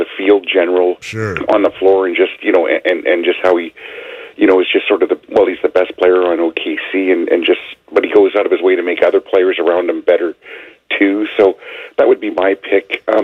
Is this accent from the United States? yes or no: no; Canada; just being Canadian, I guess I'd be biased to see SGA win it.